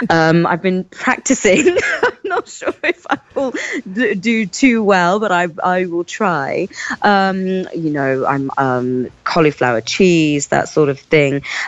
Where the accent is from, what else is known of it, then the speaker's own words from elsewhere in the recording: England, United Kingdom; being being from England, being British is a huge part of my upbringing and my identity.